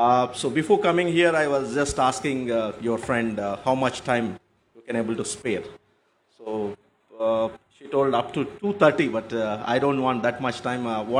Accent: Bangalore, Karnataka, India

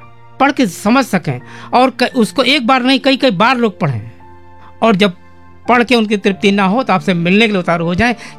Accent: Gonda, Uttar Pradesh, India; moved away as an adult; now in Gorakhpur, India; यहाँ की माटी, यहाँ की बोली, यहाँ की भाषा मेरे मन से कभी नहीं जा सकता। जब मैं कभी गोंडा आता हूँ मुझे मेरा बचपन याद आ जाता है

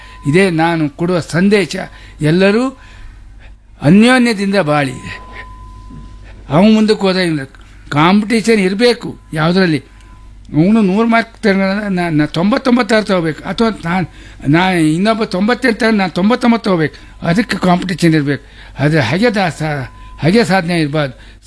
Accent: Kundapur, Karnataka, India; ಈ ನೆಲ ನಮ್ಮ ಹುಟ್ಟೂರು ಕುಂದಾಪುರ.

